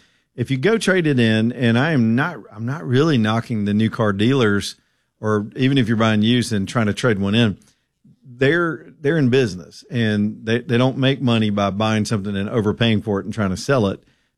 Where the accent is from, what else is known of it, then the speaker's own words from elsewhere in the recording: Alabama, United States; I grew up right on the Georgia line, so you can't tell a whole lot of difference between Georgia and Alabama when you ride back and forth.